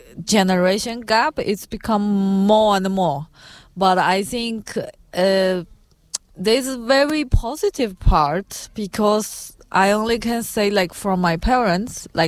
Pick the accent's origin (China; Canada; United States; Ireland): China; English is a second language; because I come from China and I see so empty street